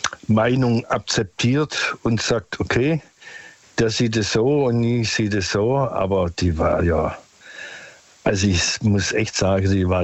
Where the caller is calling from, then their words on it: Stuttgart, Baden-Württemberg, Germany; Vom Großraum Stuttgart.